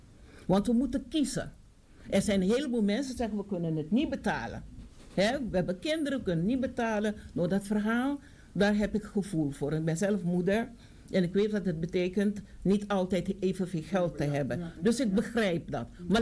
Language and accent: Dutch; Suriname; We zijn er niet voor, want we hebben al als Surinamers in het organiseren van festiviteiten weinig succes tot nog toe.